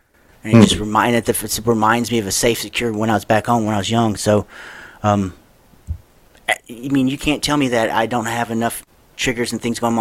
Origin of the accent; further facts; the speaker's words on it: Louisiana, United States; When I grew up down here in Louisiana, where I'm from, I grew up in trailers all my life.